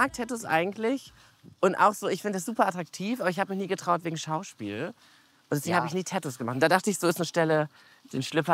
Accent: Herne, North Rhine-Westphalia, Germany; also born or lived in Hamburg; now in Berlin, Germany; Davor noch in Hamburg gewohnt und davor komme ich aus dem Ruhrgebiet, aus Herne.

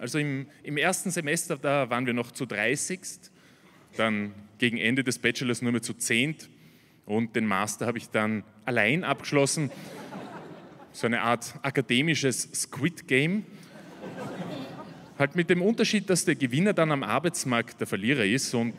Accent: Austria; Ich habe in Wien Koreawissenschaften studiert, Koreanologie, ja, also ich als Österreicher

